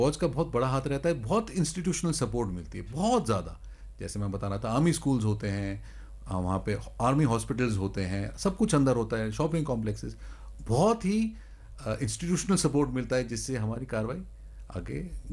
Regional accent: Bhiwani, Haryana, India; in fact मैं भिवानी का रहने वाला हूँ, मेरी वाइफ का परिवार भी भिवानी में है

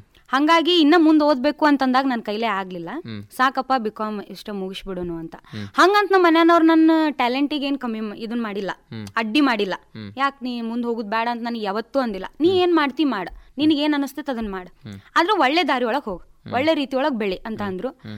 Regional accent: Dharwad district, Karnataka, India; moved away; ಮೂಲತಃ ನಾನು ಧಾರವಾಡ ಜಿಲ್ಲೆ ಕಲಗಡಿ ತಾಲೂಕು ಜೊಳ್ಳಿ ಊರ ಆಕ್ರಿ. ಜೊಳ್ಳಿ ಅನ್ನೋ ಒಂದು ಸಣ್ಣ ಗ್ರಾಮದಾಗ ನಾನು. ಸೊ ಅಲ್ಲಿಂದನ ಬಂದಿದ್ದು.

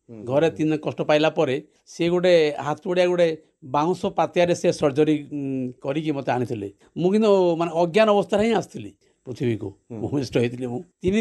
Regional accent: Dahamunda, Odisha, India; born there; ଉତ୍ତର ଭୋଗରାଇ ବ୍ଲକର ଗୋଟେ ଗାଁ ଅଛି ଦହମୁଣ୍ଡା ବୋଲି, ସେଇଟା ମୋର ଜନ୍ମସ୍ଥାନ।

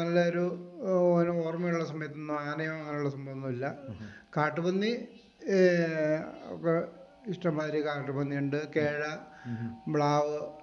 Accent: Rajakumari, Kerala, India; born or raised there

